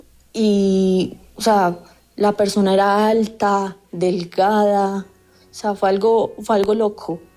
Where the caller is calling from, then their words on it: Suesca, Cundinamarca, Colombia; Desde Suesca, Cundinamarca.